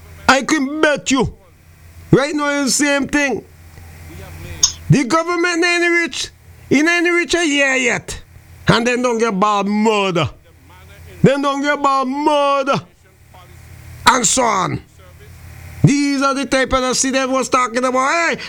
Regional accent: St. Vincent & Grenadines; Dungan St. Vincent on the ground is my hometown.

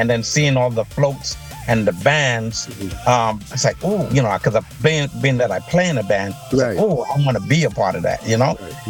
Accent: London, United Kingdom; born there; So I'm a a British citizen born in London with a Catician and Antiguan parents.

